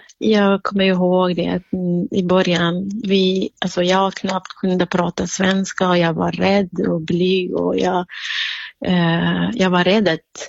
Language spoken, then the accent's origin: Swedish; Kurdistan Region, Iraq; now in Sweden; Ja, jag är kurd från irakiska delen.